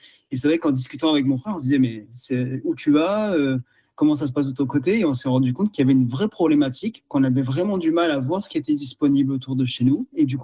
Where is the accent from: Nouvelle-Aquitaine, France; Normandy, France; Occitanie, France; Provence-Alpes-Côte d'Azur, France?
Provence-Alpes-Côte d'Azur, France; moved away; Nous, on est originaire des Hautes-Alpes